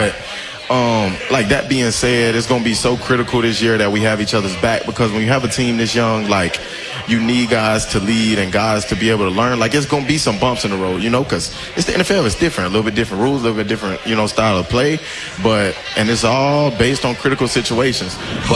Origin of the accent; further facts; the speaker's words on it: Louisiana, United States; I'm from Louisiana.